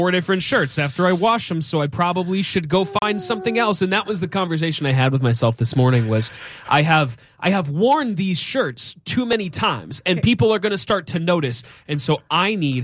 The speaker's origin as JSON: {"language": "English", "region": "California", "country": "United States", "said": "Yeah, because I was from California."}